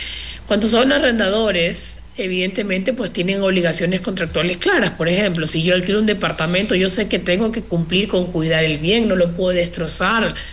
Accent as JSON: {"language": "Spanish", "region": "Los Ríos", "country": "Ecuador", "said": "Yo soy de la provincia de Los Ríos. Yo tengo que regresar a mi provincia porque vivo allá. Entonces, claro, yo estoy bajo una figura de arrendamiento aquí en Quito."}